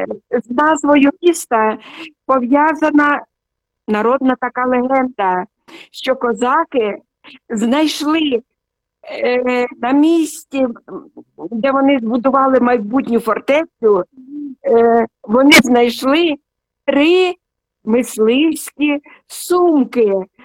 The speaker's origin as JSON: {"language": "Ukrainian", "town": "Sumy", "region": "Sumy Oblast", "country": "Ukraine", "tie": "born or raised there", "moved": "as an adult", "lives_now": "Denmark", "said": "Я корінна сумчанка. Я народилася в місті Суми. Тут народилися мої діти, мої онуки і мої правнуки. І я дуже люблю своє місто Суми."}